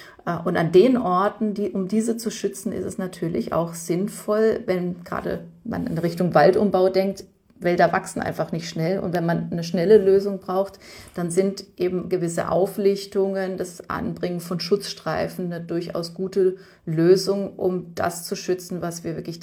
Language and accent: German; Freiburg, Baden-Württemberg, Germany; jetzt ich komme aus Freiburg, auch in der Oberrheinebene